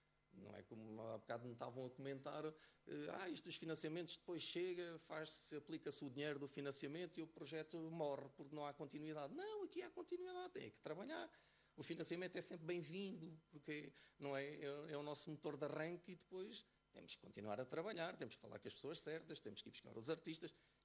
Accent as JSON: {"language": "Portuguese", "town": "Fundão", "region": "Castelo Branco", "country": "Portugal", "said": "Não, eu sou do Fundão."}